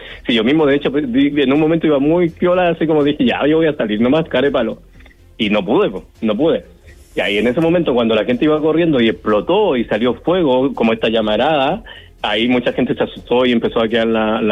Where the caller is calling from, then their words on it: Santiago, Santiago Metropolitan Region, Chile; yo estoy en mi casita, vivo muy cerca. O sea, de ir a Razabal no vivo tan cerca porque yo vivo en Bustamante